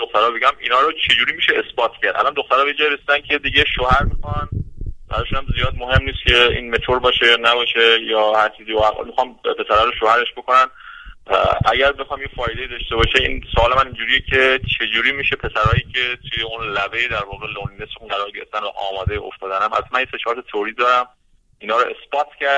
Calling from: Iran; از ایران زنگ میزنم

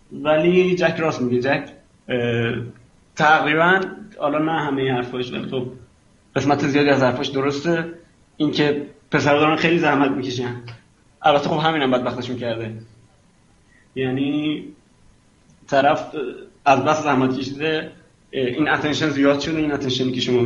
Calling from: Karaj, Alborz, Iran; ما از کرج هستیم

